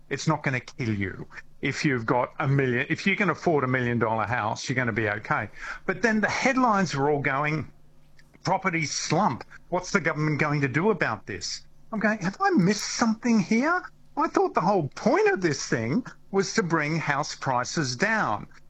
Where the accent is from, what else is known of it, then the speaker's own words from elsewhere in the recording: New South Wales, Australia; now in Victoria, Australia; No, I came to Victoria 30 years ago, but in New South Wales, my mum actually had a fish shop.